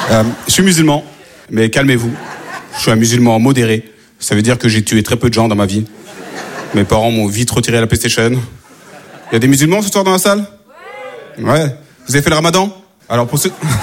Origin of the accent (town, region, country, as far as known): France; born there